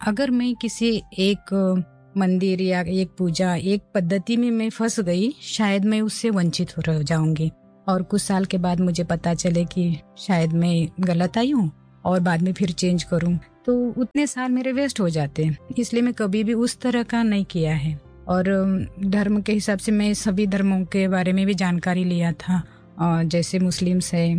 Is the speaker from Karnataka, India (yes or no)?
yes; Haliyal, Karnataka, India; now in Mount Abu, India; मैं ऐसे कर्नाटक से कारवार डिस्ट्रिक्ट में हलियाल करके आता है, वो भरे तालुका प्लेस है, लेकिन वहाँ का सारा वातावरण यानी 30-40 साल पहले एक गांव का ही था, तो गांव के वातावरण में ही हम पले बड़े हैं।